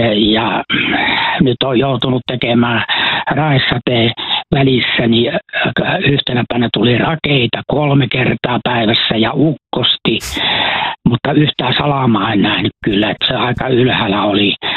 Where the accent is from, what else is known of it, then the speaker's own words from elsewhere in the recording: Rantasalmi, South Savo, Finland; born there; now in Helsinki, Finland; Kyllä, olen Rantasalmelta syntyisin, mutta tällä hetkellä iät ja ajat olen asunut kyllä Helsingissä